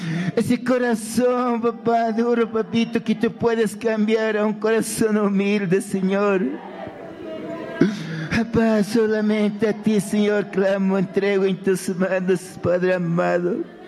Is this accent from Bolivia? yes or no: yes; Bolivia; Extiende tu mano, papá, a mi pueblo querido, papito Dios. Al pueblo, Señor. Bolivia, papá, te necesita, Señor.